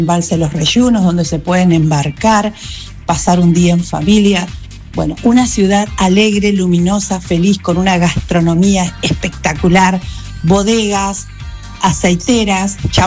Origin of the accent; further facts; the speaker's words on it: San Rafael, Mendoza, Argentina; born there; moved away; San Rafael, que es el lugar donde yo nací.